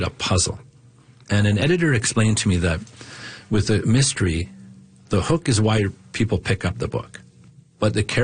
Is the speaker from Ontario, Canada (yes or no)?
no; Fort Vermilion, Alberta, Canada; So I grew up in Fort Vermilion. So I was born and raised. It's kind of between High Level and Fort Chipewyan. It's about 700 people.